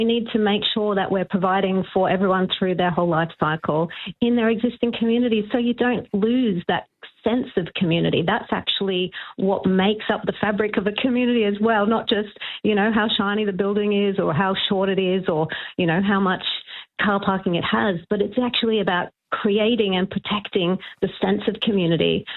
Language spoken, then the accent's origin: English; Brisbane, Queensland, Australia; I grew up in Toowong, but at the back of Toowong, near the Mount Coot, in a low density part of Toowong